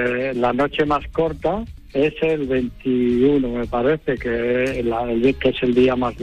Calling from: El Cubillo, Castilla-La Mancha, Spain; llamo desde un pueblo pequeñito de Cuenca.

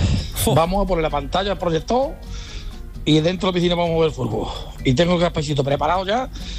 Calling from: La Puebla del Río, Andalusia, Spain; Llamo desde La Puebla del Río, mejor pueblo de la geografía española, parte de Trejo.

